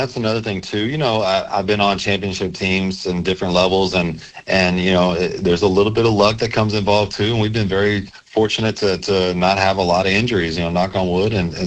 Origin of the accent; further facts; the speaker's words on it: St. Louis, Missouri, United States; there in St. Louis as possible. So, but yeah, it's really special to me, because, like I said, it's my hometown